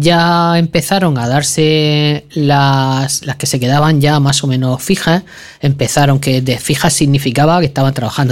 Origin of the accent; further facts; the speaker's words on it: Murcia, Region of Murcia, Spain; Yo además no soy de Cieza, pero soy de Espinardo